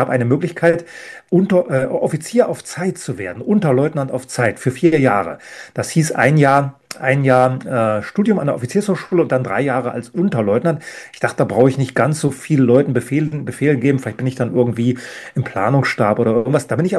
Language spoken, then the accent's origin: German; East Germany, Germany; Ich muss wieder zurück zu meinen Wurzeln, zu dem, wo ich herkomme. Ich muss das nach außen tragen. Wenn schon ein Ostdeutscher so eine Position hat, wenn ein Ostdeutscher an so einer westdeutschen Elite-Universität sprechen darf, dann muss ich da Sachen anbieten zur DDR